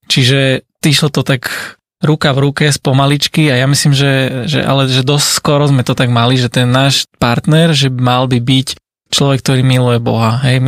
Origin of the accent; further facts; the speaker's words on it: Pezinok, Bratislava Region, Slovakia; Tak sme z Pezinka, tam bývame už spolu nejaký ten 5. rok